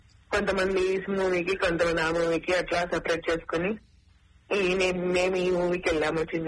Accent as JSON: {"language": "Telugu", "town": "Vijayawada", "region": "Andhra Pradesh", "country": "India", "tie": "born or raised there", "said": "మాది విజయవాడ."}